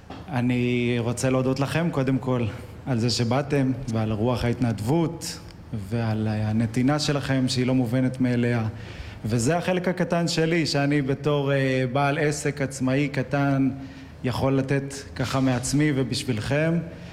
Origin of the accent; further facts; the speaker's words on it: Kibbutz Yagur, Haifa District, Israel; born there; אני מקיבוץ יגור, אני בן 40, אני נולדתי פה